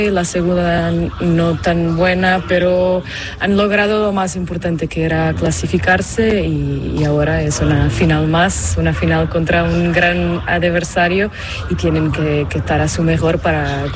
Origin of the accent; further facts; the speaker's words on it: Portugal; Tengo que decir que Portugal, creo que soy portuguesa.